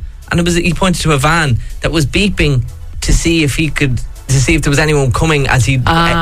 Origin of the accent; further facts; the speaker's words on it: Drogheda, County Louth, Ireland; Now, see, I grew up in Drogheda, so I was also surrounded by guards.